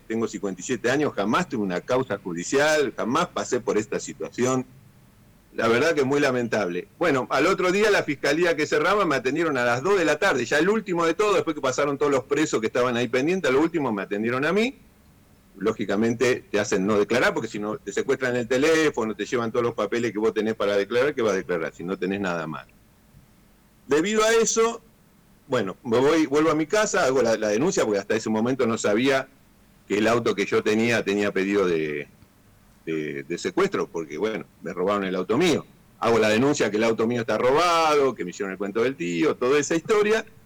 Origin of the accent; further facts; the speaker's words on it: Junín, Buenos Aires Province, Argentina; yo soy de la ciudad de Junín, provincia de Buenos Aires.